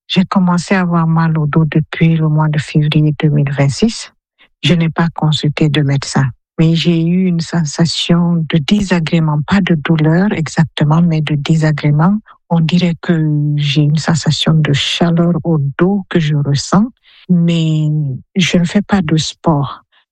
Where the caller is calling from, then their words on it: Banjul, Gambia; Bonjour équipe Priorité Santé de RFI, je suis … de Banjul, je suis âgée de 58 ans.